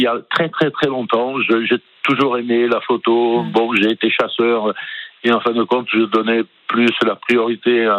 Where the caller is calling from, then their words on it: Corsica, France; je suis en Corse